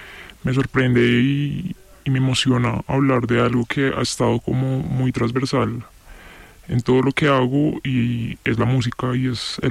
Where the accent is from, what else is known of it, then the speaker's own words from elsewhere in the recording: Bogotá, Colombia; llego a un barrio radicalmente distinto desde el sur de Bogotá, que es de donde soy